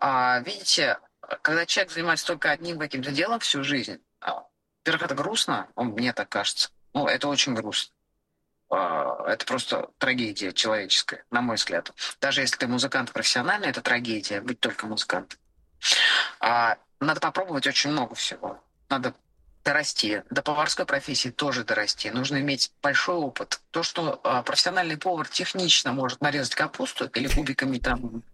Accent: Moscow, Russia; как москвич

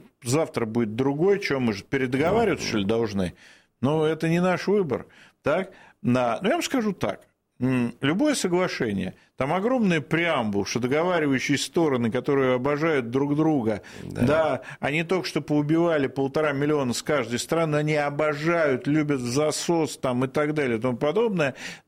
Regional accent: Moscow, Russia; у меня в дворе моего детства на улице Волгина в городе Москве

